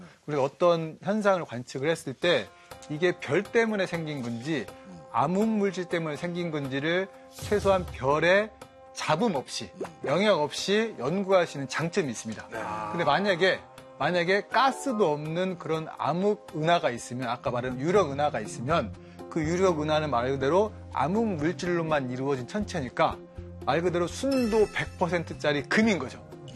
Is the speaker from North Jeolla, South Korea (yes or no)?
yes; Okgu, North Jeolla, South Korea; 제 고향이 이제 전라북도 옥구군 대하면 복교리거든요.